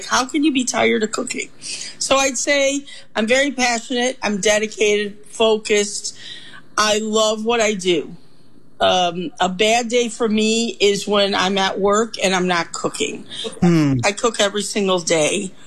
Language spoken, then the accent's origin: English; Chicago, Illinois, United States; moved away as an adult; also born or lived in Los Angeles / Santa Barbara; my hometown, in my home city of Chicago.